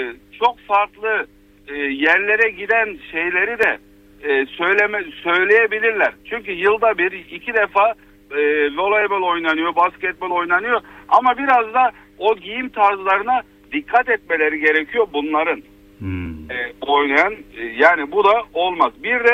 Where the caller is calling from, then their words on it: Antalya, Turkey; ben Antalya'dan.